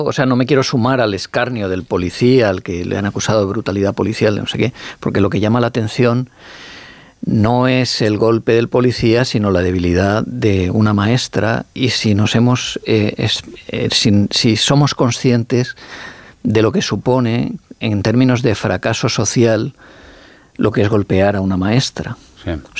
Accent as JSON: {"language": "Spanish", "town": "Alicante", "region": "Valencian Community", "country": "Spain", "said": "Y soy alicantino, o sea, valenciano."}